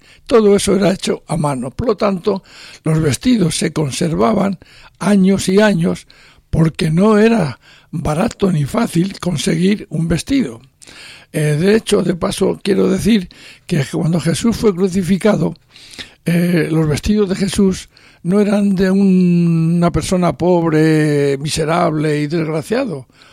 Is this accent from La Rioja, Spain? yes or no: yes; La Rioja, Spain; Yo nací en La Rioja, ese sitio de España donde se produce tanto vino.